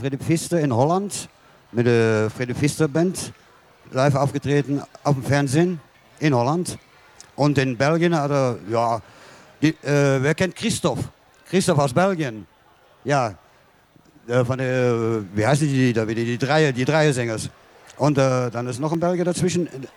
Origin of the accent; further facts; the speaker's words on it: Waldbröl, North Rhine-Westphalia, Germany; also born or lived in Cologne; Ja, ich komme aus Waldbröl.